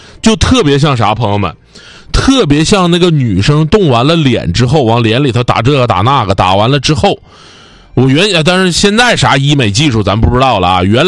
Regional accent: Northeast China, China; accent: Northeastern; 用我们东北话讲叫二八坑子

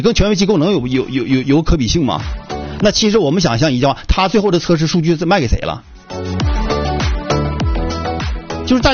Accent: Northeast China, China; 作为东北人都呵呵了

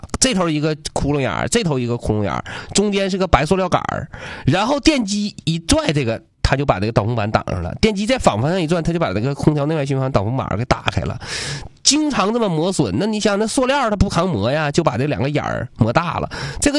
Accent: Northeast China, China

